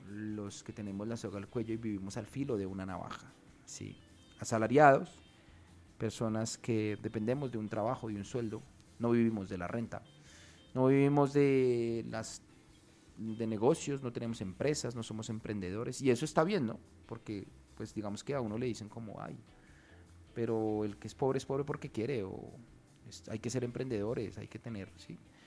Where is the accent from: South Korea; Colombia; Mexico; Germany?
Colombia; todos somos colombianos, el grueso de los colombianos somos personas comunes y corrientes.